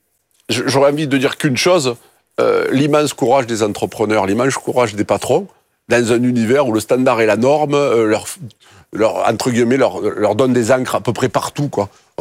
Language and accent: French; Marseille, Provence-Alpes-Côte d'Azur, France; mon accent, c'est un peu l'ail. Mais en fait, c'est d'où je viens, c'est mon histoire, en fait.